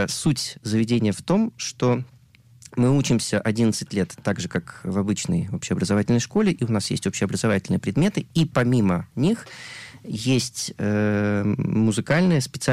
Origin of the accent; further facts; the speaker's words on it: Nizhny Tagil, Sverdlovsk Oblast, Russia; moved away as an adult; also born or lived in Yekaterinburg; now in Haifa, Israel; я из России, с Урала, из маленького города Нижнего Тагила, где я родился, начинал учиться там в первой музыкальной школе имени Римского-Корсакова